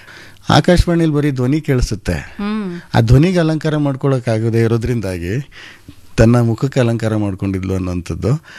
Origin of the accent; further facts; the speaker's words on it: Kodihalli, Karnataka, India; now in Bengaluru, India; ನಮ್ಮದು ಕನಕಪುರ ಹತ್ರ ಕೋಡಿಹಳ್ಳಿ ಅಂತ ಒಂದು ಊರು, ಅಲ್ಲಿ ಒಂದು ಟೆಂಟ್ ಇತ್ತು ವಿನಾಯಕ ಅಂತ.